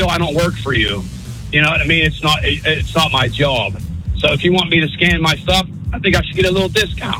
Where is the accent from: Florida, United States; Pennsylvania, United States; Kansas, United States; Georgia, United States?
Pennsylvania, United States; Pittsburgh; moved away; I'm from Pittsburgh.